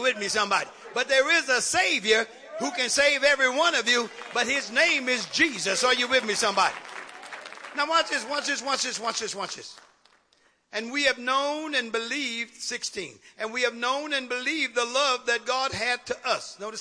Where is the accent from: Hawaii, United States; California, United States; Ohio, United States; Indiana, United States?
California, United States; Oakland; I'm from West Oakland.